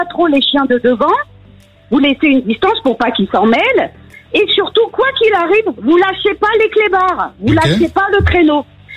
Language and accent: French; Vigneux-sur-Seine, Île-de-France, France; Je suis du 91 de Vigneux-sur-Seine.